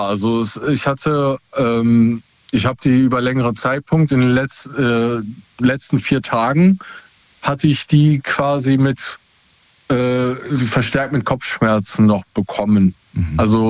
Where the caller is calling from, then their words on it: Essen, North Rhine-Westphalia, Germany; Aus Essen.